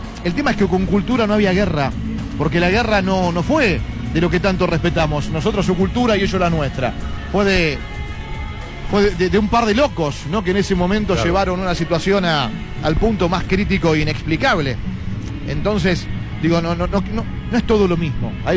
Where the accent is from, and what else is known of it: Argentina